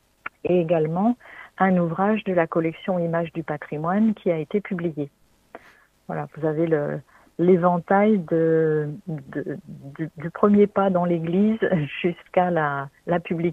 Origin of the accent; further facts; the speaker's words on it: Normandy, France; now in Nîmes, France; je suis normande moi d'origine, hein, donc j'arrivais avec une aura très très grande au sujet des soieries de Nîmes